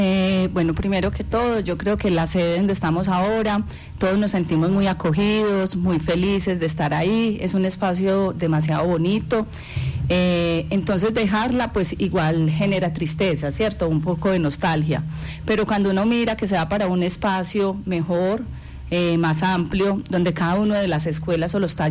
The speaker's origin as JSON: {"language": "Spanish", "town": "Guarne", "region": "Antioquia", "country": "Colombia", "tie": "born or raised there", "also_born_or_lived": "Medellín", "said": "no nací en Guarne, pero vivo en Guarne, pues he vivido en Guarne prácticamente toda mi vida. Hice aquí mi bachillerato, mi primaria, la universidad, pues sí me fui para Medellín y regresé pues a Guarne. Entonces soy guarneña."}